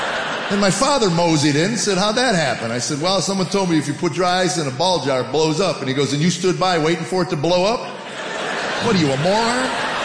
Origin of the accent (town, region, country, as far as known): United States; born or raised there